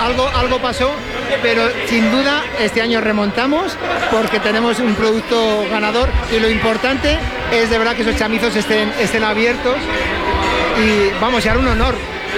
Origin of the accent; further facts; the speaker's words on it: Logroño, La Rioja, Spain; yo siempre digo las fiestas de mi pueblo, luego me dicen, pues somos capital, por supuesto, pero se viven como un gran pueblo, en la calle, cualquiera, en los chamizos, la música constante de nuestras peñas. Entonces sí, es un buen momento para vivir Rioja, riojanismo, y para disfrutar de Logroño.